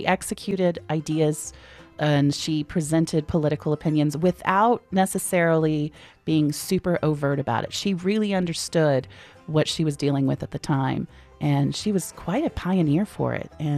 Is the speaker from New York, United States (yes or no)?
no; Virginia, United States; When I moved to East Tennessee from Virginia